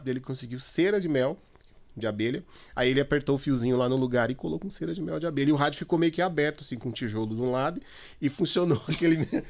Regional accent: Mato Grosso do Sul, Brazil; eu, que sou do Mato Grosso do Sul, finalzinho, são dois estados, Mato Grosso lá em cima e Mato Grosso do Sul embaixo

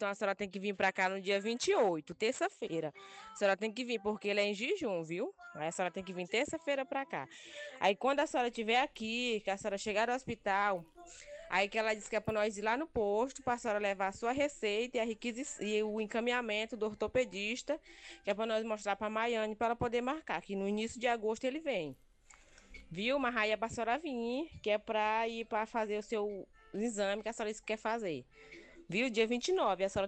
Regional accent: Alto Alegre do Pindaré, Maranhão, Brazil; sou de Alto Alegre, do Pindaré.

